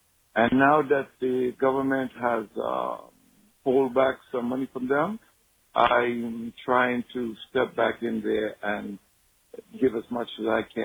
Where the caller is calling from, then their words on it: Miami, Florida, United States; I'm calling from Miami, Florida.